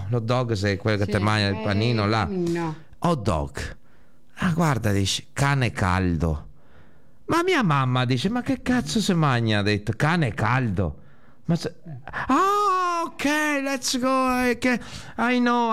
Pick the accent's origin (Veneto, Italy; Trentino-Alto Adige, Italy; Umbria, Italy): Veneto, Italy; Padua; born there; io che sono nato a Padova, ma mio nonno paterno è di Napoli, materno è di Roma, mia nonna è di Rovigo, tutti imbastardati